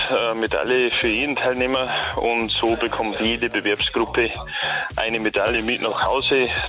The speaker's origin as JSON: {"language": "German", "town": "Philippsreuth", "region": "Bavaria", "country": "Germany", "said": "Wir sind ja keine Franken, wir kommen aus Bayern"}